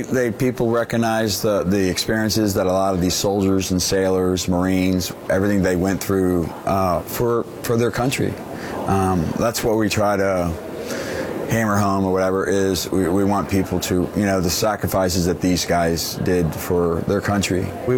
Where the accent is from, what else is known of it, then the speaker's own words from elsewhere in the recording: Norfolk, Virginia, United States; I grew up in a Navy town. I grew up in Norfolk, Virginia. My dad was in the Navy.